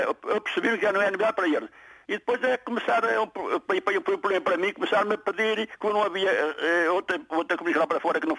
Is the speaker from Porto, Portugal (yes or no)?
yes; Vila das Aves, Porto, Portugal; now in Maia, Portugal; Eu sou natural da Vila das Aves Santo Tirso.